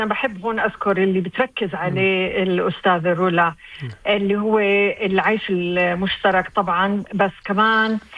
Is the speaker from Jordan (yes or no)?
yes; Jordan; وكثير من الأماكن اللي بنفتخر فيها كأردنيين